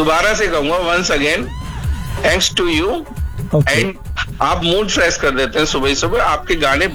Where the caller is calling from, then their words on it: Moradabad, Uttar Pradesh, India; और मैं बुद्धि विहार मुरादाबाद से हूँ।